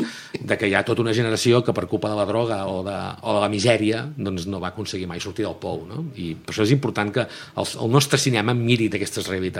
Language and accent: Catalan; Girona, Catalonia, Spain; born or raised there